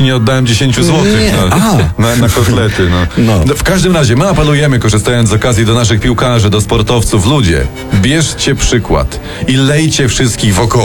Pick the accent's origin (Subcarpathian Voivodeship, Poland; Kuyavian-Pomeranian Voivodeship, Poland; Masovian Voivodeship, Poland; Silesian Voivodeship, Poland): Subcarpathian Voivodeship, Poland; Rzeszów; Bo ja jestem z Rzeszowa